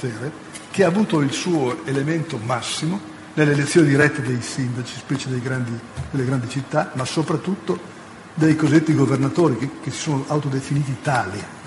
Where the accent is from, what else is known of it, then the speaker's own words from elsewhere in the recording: Quistello, Lombardy, Italy; Quistello, che è il mio paese